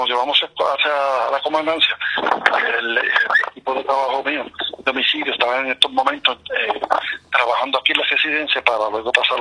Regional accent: Camuy, Puerto Rico; yo soy residente aquí de Camuy

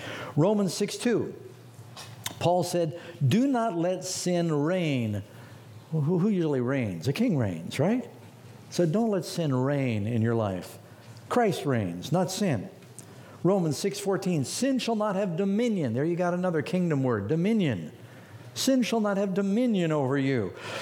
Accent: California, United States; born there; Now, I'm born American. I'm born California.

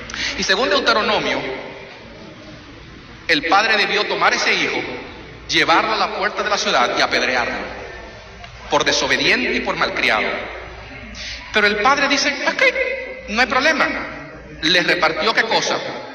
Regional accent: Dominican Republic; yo soy dominicano. ¿Algún dominicano aquí en la casa? Qué bueno, no estoy solo.

